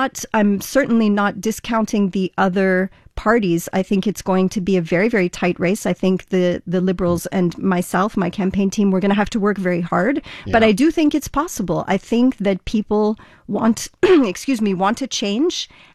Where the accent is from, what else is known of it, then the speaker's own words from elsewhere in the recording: Ontario, Canada; I'm from Ontario, but I was educated and grew up in part in a village that was a Francophone village in Ontario.